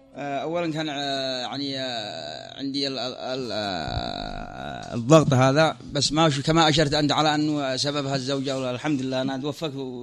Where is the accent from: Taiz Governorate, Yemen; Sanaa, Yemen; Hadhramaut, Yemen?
Sanaa, Yemen; Al Haymah; أنا من الحيمة.